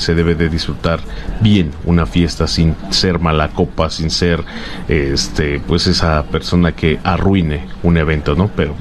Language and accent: Spanish; Mexico